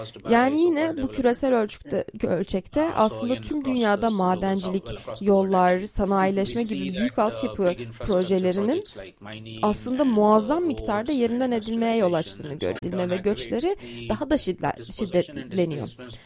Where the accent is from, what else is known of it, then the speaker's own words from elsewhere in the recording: New Delhi, Delhi, India; moved away as an adult; now in Pune, India; Şu anda Batı Hindistan'da bulunan Pune şehrinde yaşıyorum. Yeni Delhi'de büyüdüm. Ancak yaklaşık 30 yıl önce Pune'ye taşındım.